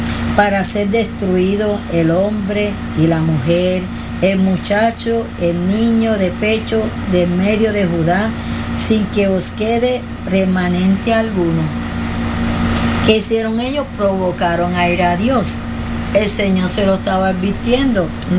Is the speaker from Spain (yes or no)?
no; Puerto Rico; moved away; yo soy puertorriqueña